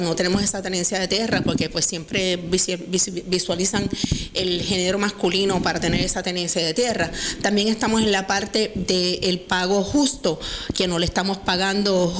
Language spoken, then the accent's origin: Spanish; Puerto Rico; nosotros tenemos como puertorriqueños y puertorriqueñas, caficultoras y caficultoras